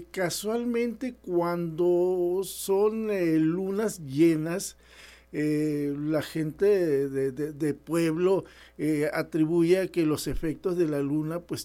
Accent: Sinaloa, Mexico; born there; moved away; vivía yo en mi pueblo, en mi pueblito querido

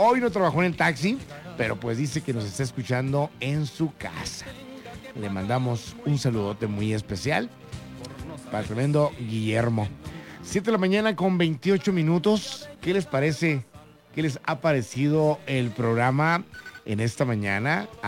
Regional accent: Navojoa, Sonora, Mexico; moved away; mi tierra, Navojoa, Sonora

